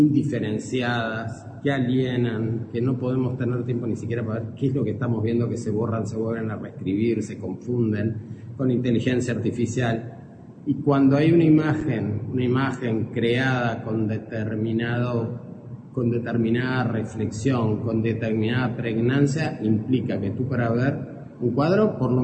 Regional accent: Montevideo, Uruguay; yo soy de Montevideo

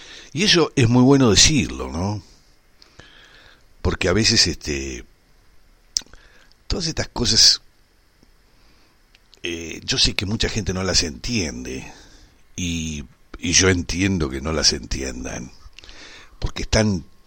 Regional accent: Uruguay

